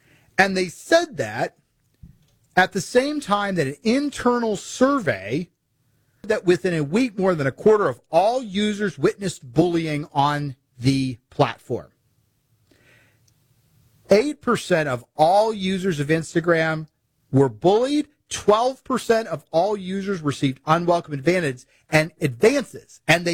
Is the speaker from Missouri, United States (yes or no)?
yes; Missouri, United States; I'm from Missouri.